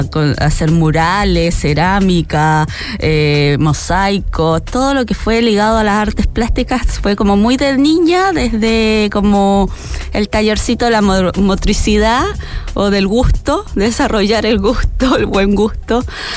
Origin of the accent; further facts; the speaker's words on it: Antofagasta, Chile; now in Canada; aquí de vuelta en Antofa, en la hermosa Perla, visitando a mi familia, reconectando con mis amigos, disfrutando la playita, aunque todavía no es verano, el solcito se siente bien, así que muy contenta de estar de vuelta en mi ciudad natal.